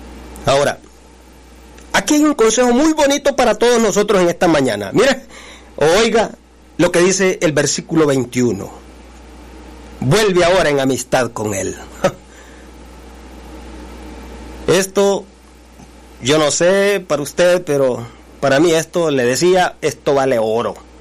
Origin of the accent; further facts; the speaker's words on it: El Salvador; moved away; es mi tierra, El Salvador, pero fíjese que yo aquí vivo, pero mi familia es la que vive allá. Mis amigos son los que viven allá. La gente con la que yo crecí es la que vive allá.